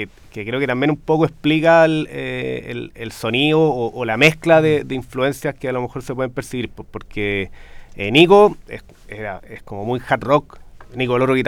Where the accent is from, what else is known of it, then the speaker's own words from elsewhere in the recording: Chile; como todo chileno, quizás, una chaquetera